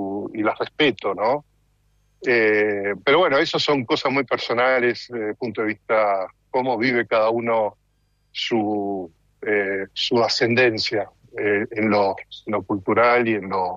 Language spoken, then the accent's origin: Spanish; Argentina; also born or lived in Italy; now in Netherlands; yo soy argentino y pero también me siento italiano por mi descendencia. He vivido muchos años en Italia antes de mudarme acá a Países Bajos